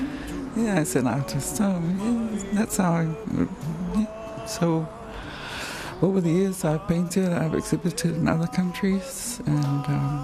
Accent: Samoa; English is a second language; But I was brought up in the Arabian Nights and Shakespeare. Hans Andersen fairy tales, you know, Cinderella and the gang, and so it's all that, all mixed together with Samoan stories

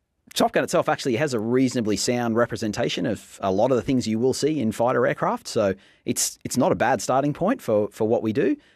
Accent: Gilgandra, New South Wales, Australia; Gilgandra is my hometown. For those not aware, in western New South Wales, small town of about 2,000 to 2,500 people. I grew up on a farm there as a young fella.

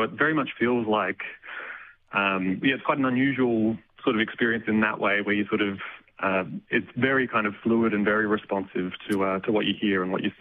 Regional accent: Aberfoyle Park, South Australia, Australia; also born or lived in Flagstaff Hill; So I grew up around Aberfoyle Park, Flagstaff Hill, that area.

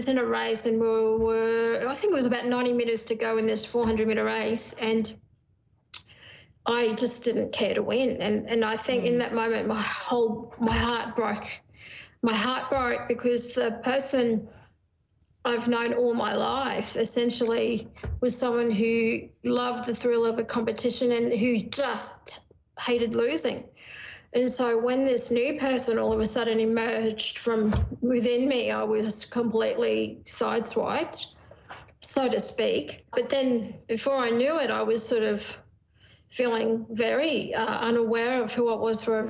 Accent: Queensland, Australia; also born or lived in Brisbane; as a little girl growing up in Queensland and then spending some of my teenage years in Brisbane

